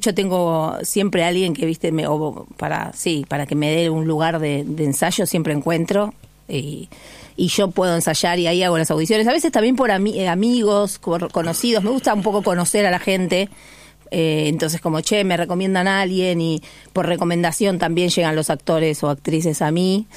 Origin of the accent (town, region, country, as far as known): Argentina